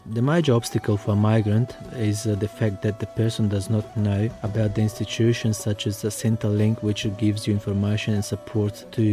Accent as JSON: {"language": "English", "country": "North Macedonia", "lives_now": "Australia", "said": "In my homeland, in Macedonia, I represent as Macedonian."}